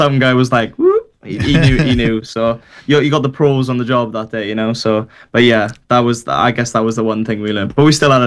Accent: Burry Port, Wales, United Kingdom; Burryport, my hometown

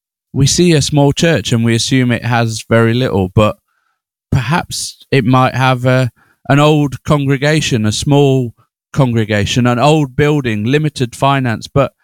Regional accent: United Kingdom; being a British man

